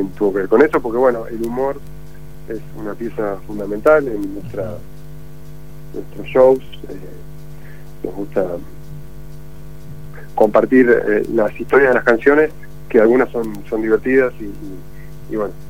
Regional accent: Buenos Aires, Argentina; born there; now in Córdoba, Argentina; Porque yo soy de Buenos Aires, nacido, ahora vivo en Córdoba, pero escuchaba folclore como se escucha folclore en Buenos Aires

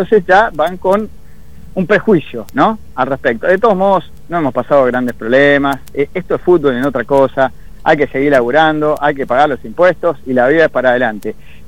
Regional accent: Argentina; nos han pasado como argentinos en un mundial

